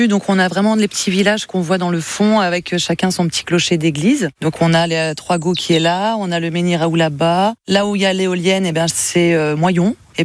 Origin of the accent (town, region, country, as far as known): Granville, Normandy, France